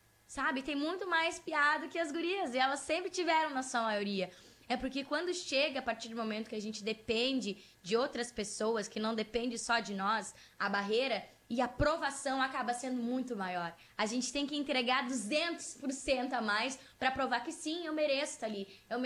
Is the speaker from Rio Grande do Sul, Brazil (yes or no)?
yes; Rio Grande do Sul, Brazil; Pra mim, ser gaúcho é a gente receber as pessoas com esse carinho, essa de mesa cheia.